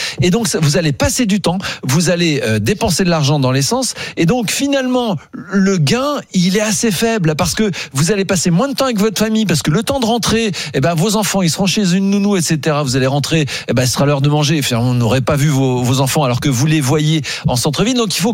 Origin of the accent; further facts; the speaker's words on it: Grand Est, France; also born or lived in Paris; now in near Aix-en-Provence, France; j'ai grandi aussi dans un village lorrain. J'ai dû habiter à Paris. Il a fallu que j'habite à Paris